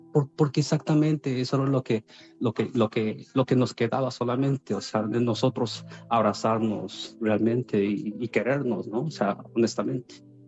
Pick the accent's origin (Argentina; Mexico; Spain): Mexico; Tlaxcala; Somos de Tlaxcala, por cierto.